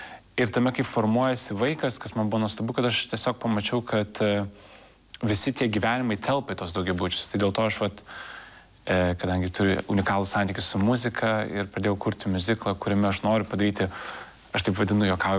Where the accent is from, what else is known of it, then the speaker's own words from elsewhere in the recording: Vilnius, Vilnius County, Lithuania; born there; kad aš gimiau Lietuvoje, kad aš gimiau Pašilaičių rajone.